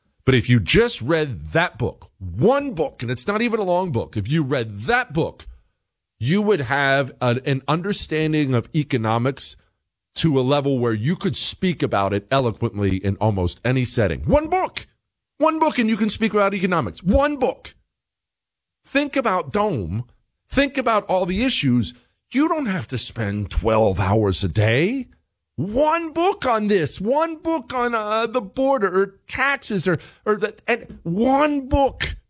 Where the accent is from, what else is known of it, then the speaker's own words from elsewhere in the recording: Ohio, United States; born there; I was born in Ohio, but Ab lived in Canada for a while.